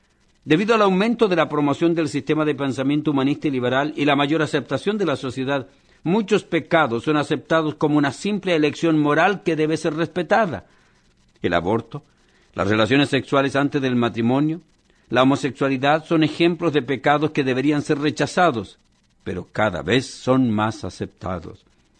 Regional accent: Chile; en mi país, en Chile

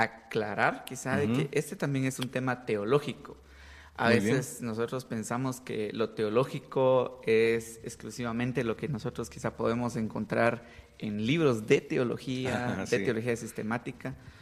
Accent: Huehuetenango, Guatemala; yo que soy originario de Huehuetenango

